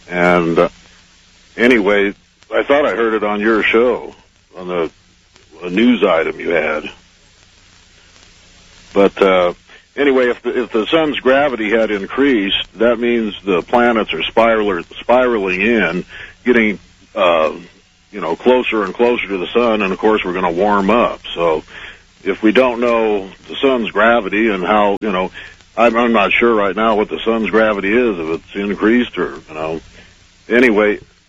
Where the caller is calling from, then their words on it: Reno, Nevada, United States; from Reno.